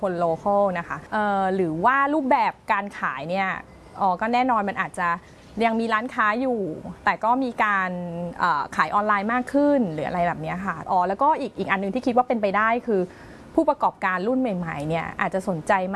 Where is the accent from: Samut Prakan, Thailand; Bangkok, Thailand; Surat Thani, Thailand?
Bangkok, Thailand; Pak Khlong; กับปากคลองคือชีวิตที่เราเกิดโตอาศัยและอยากจะให้มันหมุนเวียนต่อไป